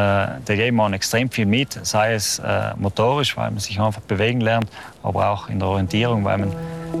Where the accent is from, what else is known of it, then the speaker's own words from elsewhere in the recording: Trentino-Alto Adige, Italy; Ich bin in Sarntaler Alpen aufgewachsen, um genau zu sein, auf der Flanderer Albe.